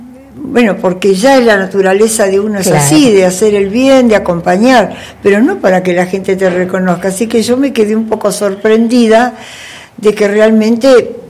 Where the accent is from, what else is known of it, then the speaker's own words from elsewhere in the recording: El Bolsón, Río Negro, Argentina; No, yo soy de allá, del Bolsón. Yo me crié en la escuela hogar del Bolsón.